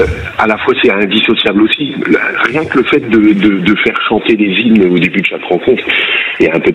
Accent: France; il y a un peu d'anti-américanisme primaire chez nous en France concernant Trump

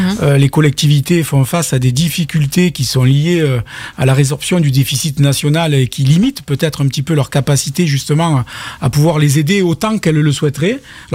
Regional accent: Port-Saint-Louis-du-Rhône, Provence-Alpes-Côte d'Azur, France; « Je suis de Port-Saint-Louis-du-Rhône ».

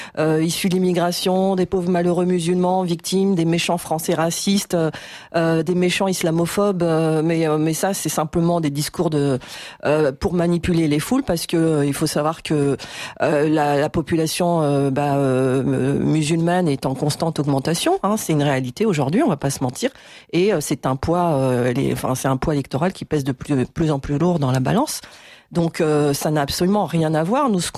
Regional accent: France; Cette génération d'enfants des années 80, 90, on a grandi en France, on est très attaché à ce pays

